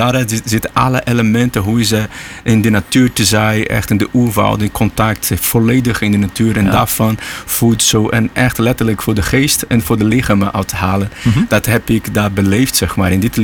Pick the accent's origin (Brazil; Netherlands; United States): Brazil; Amazon; Dit is een liedje dat vertelt hoe ik ben opgegroeid in de Amazone, hoe is daar een kind zijn.